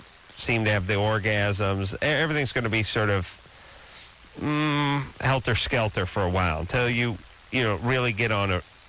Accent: North Hollywood, California, United States

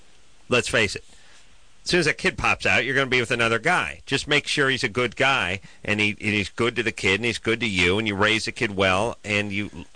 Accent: Los Angeles, California, United States; North Hollywood, my hometown

